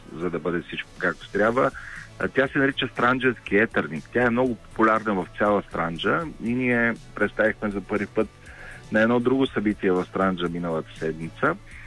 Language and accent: Bulgarian; Burgas, Burgas Province, Bulgaria; now in Sofia, Bulgaria; Аз съм родом от Бургас, въпреки че вече повече от 30 години живея в София.